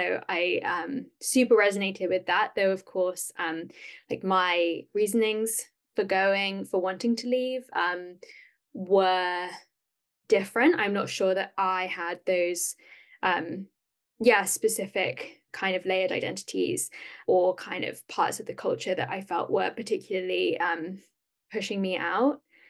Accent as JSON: {"language": "English", "region": "England", "country": "United Kingdom", "moved": "as an adult", "lives_now": "Canada", "said": "being an English person living in English speaking countries, that I am not really read as an immigrant at all. So though people are like interested that I'm from the UK"}